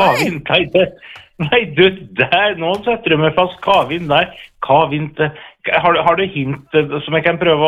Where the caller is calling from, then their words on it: Lillehammer, Innlandet, Norway; fra Lillehammer.